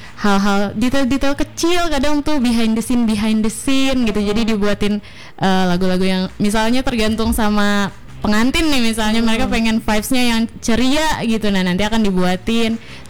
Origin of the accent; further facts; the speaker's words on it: Central Kalimantan, Indonesia; Kalau aku aslinya Gunung Mas juga.